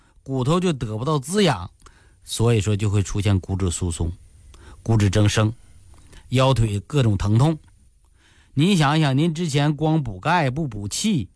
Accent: Northeast China, China; accent: Northeastern; 就是我们东北话就波棱盖膝盖。

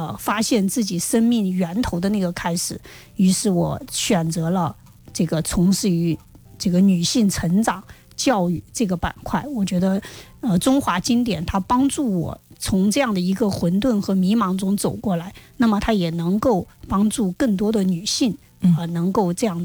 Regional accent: southern China, China; 因为我是南方人啊

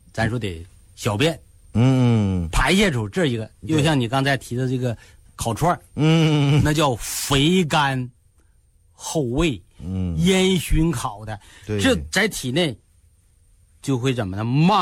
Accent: Northeast China, China; 尤其是在东北啊，因为我是东北人嘛

